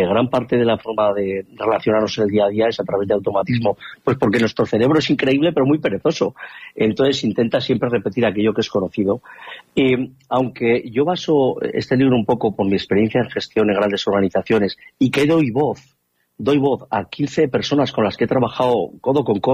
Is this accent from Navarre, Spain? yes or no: yes; Tudela, Navarre, Spain; moved away as an adult; now in Santa Cruz de Moncayo, Spain; nací allí, en Tudela, los años más importantes de mi vida los he pasado allí, aunque ahora estoy viviendo en Santa Cruz de Moncayo